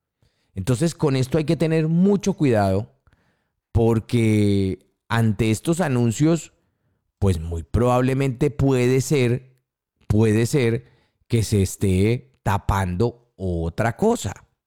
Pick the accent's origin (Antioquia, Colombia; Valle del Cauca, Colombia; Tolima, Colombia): Tolima, Colombia; yo soy del Tolima